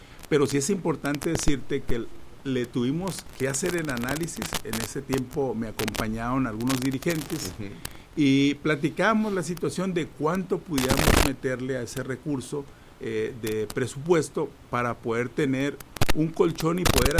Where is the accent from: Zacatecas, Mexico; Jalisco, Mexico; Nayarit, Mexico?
Nayarit, Mexico; Mexcaltitán; estoy hablando de la zona de Mezcalvitán, de mi pueblo de origen